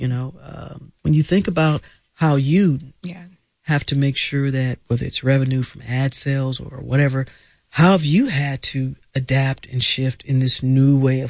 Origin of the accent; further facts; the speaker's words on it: St. Louis, Missouri, United States; I grew up in St. Louis where we used to get the St. Louis Argus.